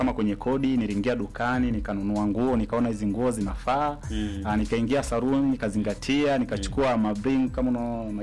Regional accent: Tanzania

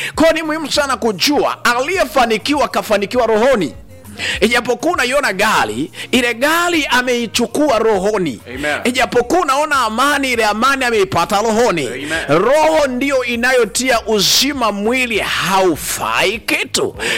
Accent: Iringa, Tanzania; born there; moved away as an adult; now in Dar es Salaam, Tanzania; Nimetokea Dar es Salaam, nimekuja mpaka Iringa mjini, japo ni mwenyeji wa Iringa tu, ninalo kanisa hapa Iringa, nina washirika wengi pale Mafinga na hata Ilula pia nina washirika wengi sana. Nimekaa hapa Iringa takriban miaka 10

